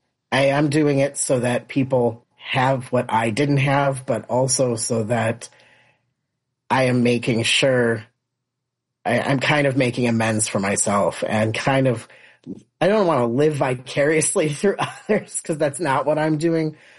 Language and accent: English; Park Ridge, Illinois, United States; growing up in Park Ridge. And, you know, not forever long ago, you know, I'm only 46